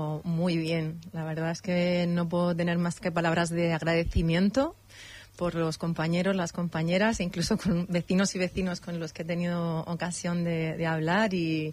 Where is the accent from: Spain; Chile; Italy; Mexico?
Spain; Murcia, Region of Murcia; born there; moved away as an adult; now in Community of Madrid, Spain; yo nací en Murcia, o sea, es así. El lugar en el que naces no lo eliges, y soy murciana. Pero soy una murciana madrileña. Tengo 49 años y llevo desde los 21 viviendo en la Comunidad de Madrid.